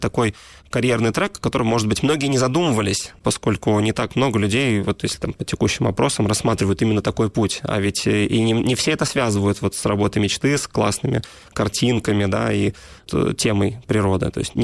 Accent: Saint Petersburg, Russia; Я родился в Петербурге и вырос в Санкт-Петербурге

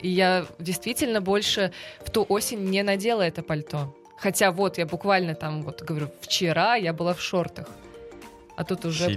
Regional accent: Magnitogorsk, Chelyabinsk Oblast, Russia; Я в тот момент переезжала в Якутию. И мой путь начинался с моего родного города Магнитогорска, Челябинская область.

